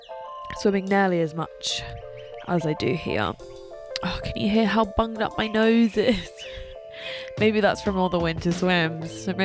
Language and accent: English; Newcastle upon Tyne, North East England, United Kingdom; now in Sydney, Australia; I'm from Newcastle in England